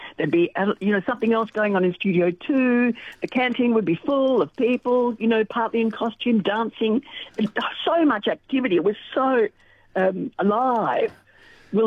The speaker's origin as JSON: {"language": "English", "country": "Australia", "tie": "born or raised there", "said": "there was a slogan we had that Humphrey is part of growing up in Australia."}